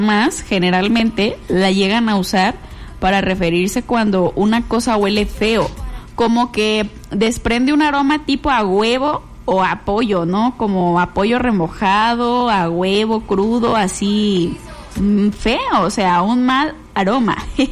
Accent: Mexico; Acá nosotros somos mexicanos

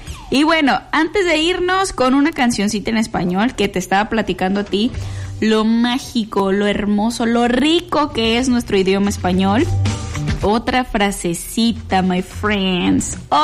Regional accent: Apatzingán, Michoacán, Mexico; Pues no va a sonar japonés porque no soy de Japón. No, soy de Apatzingán.

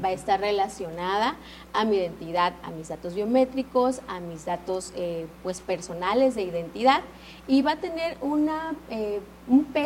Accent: Mexico; nuestras obligaciones como mexicanos, en todas partes.

